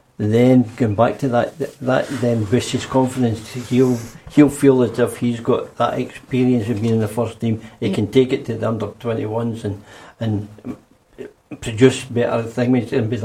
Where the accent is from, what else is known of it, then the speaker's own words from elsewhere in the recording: Scotland, United Kingdom; I'm Scottish